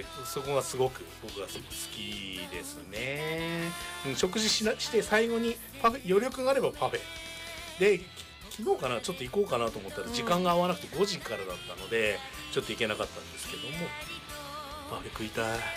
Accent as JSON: {"language": "Japanese", "town": "Sendai", "region": "Miyagi", "country": "Japan", "moved": "yes", "said": "僕仙台人"}